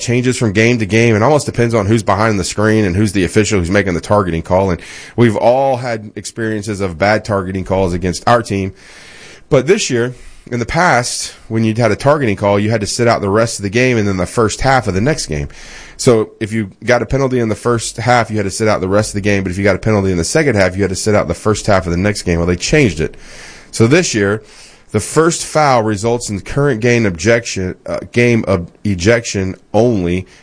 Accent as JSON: {"language": "English", "town": "Little Rock", "region": "Arkansas", "country": "United States", "tie": "born or raised there", "said": "And just in full disclosure, I grew up in Little Rock, Arkansas."}